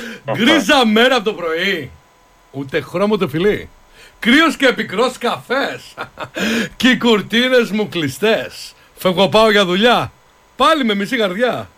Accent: Piraeus, Attica, Greece; born there; Έτσι κάνουμε Πειραιώτες. Εγώ γεννήθηκα στα Καμίνια.

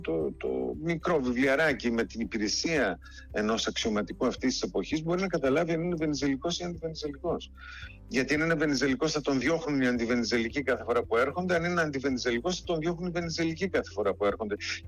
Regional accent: Doxato, Eastern Macedonia and Thrace, Greece; now in Athens, Greece; μιλάω στην πατρίδα μου. Εγώ είμαι από το Δοξάτο της Δράμας.

